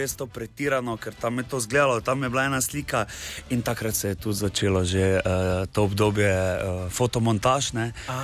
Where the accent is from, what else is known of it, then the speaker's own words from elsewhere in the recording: Maribor, Drava, Slovenia; prihajam iz Maribora, ne, in s tem tudi iz vinorodnega okoliša